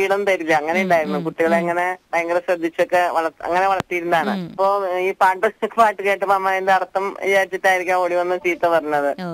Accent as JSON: {"language": "Malayalam", "town": "Shoranur", "region": "Kerala", "country": "India", "tie": "born there", "said": "ഞാൻ ഷൊർണൂരാണ് ജനിച്ചത്. കരുത്തിക്കറ എന്ന് പറഞ്ഞിട്ടൊരു ബന്ധപ്പെട്ട തീരത്തുള്ള ഒരു വീട്ടില്."}